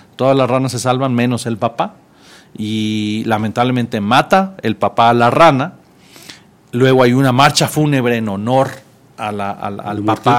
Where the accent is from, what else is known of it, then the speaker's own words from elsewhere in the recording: Mexico City, Mexico; Nací en la Ciudad de México. Ahí crecí, ahí estudié en la Facultad de Música de la UNAM.